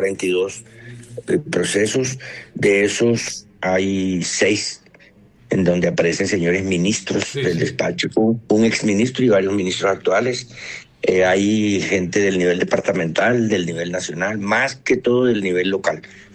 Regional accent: Colombia; nosotros los colombianos estamos defendiendo nuestra democracia.

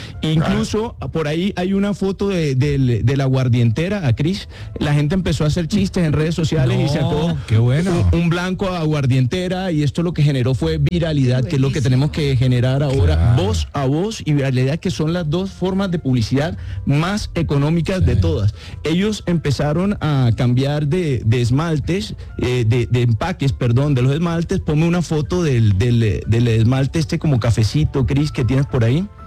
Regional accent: Colombia; Yo creo que deberíamos sentirnos como colombianos orgullosos de que existan empresas así en el país

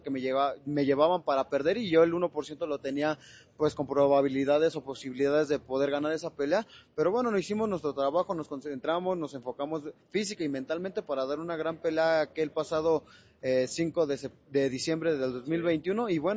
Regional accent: Mexico; nosotros somos mexicanos

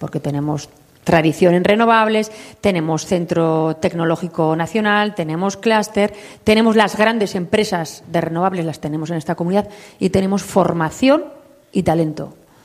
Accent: Navarre, Spain; Mira, los navarros somos plurales, diversos, navarros que se sienten vascos, navarros que se sienten del mundo, navarros que se sienten solo navarros que se sienten navarros y españoles. Pero si algo une a los navarros, independientemente de su ideología, es Osasuna.

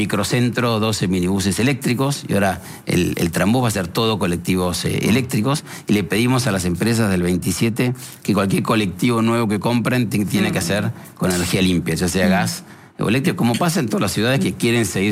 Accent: Buenos Aires, Argentina

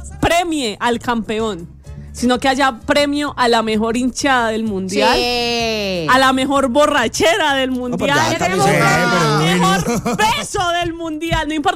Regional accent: Antioquia, Colombia; Con todo el dolor en el alma, y soy paisa y todo lo que quiera

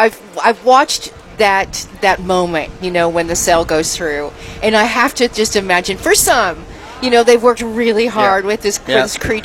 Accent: Knightstown, Indiana, United States; I grew up in Knightstown

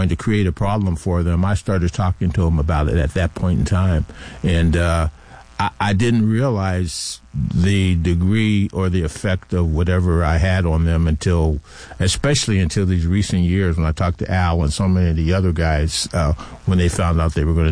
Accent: East Liverpool, Ohio, United States; moved away as an adult; East Liverpool, Ohio is my hometown.

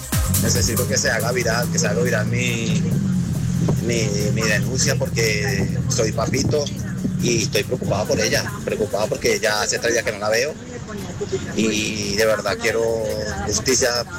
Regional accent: Venezuela; now in Colombia; estamos como venezolanos

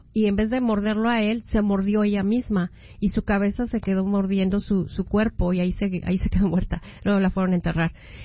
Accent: Mexico; como soy bien mexicana y brava como soy, ya me conocen ustedes

